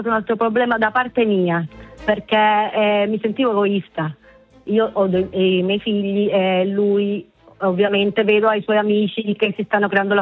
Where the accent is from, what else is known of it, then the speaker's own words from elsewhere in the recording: Sicily, Italy; born there; moved away; also born or lived in Venezuela; io sono originaria della Sicilia, però abitavo al Venezuela fino al 2018. Sono stata in Venezuela, poi sono ritornata al mio paese d'origine